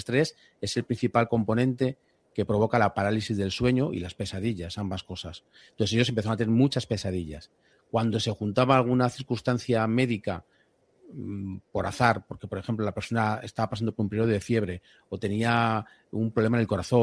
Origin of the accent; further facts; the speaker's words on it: Madrid, Community of Madrid, Spain; yo soy una persona que no soy de costa, soy de Madrid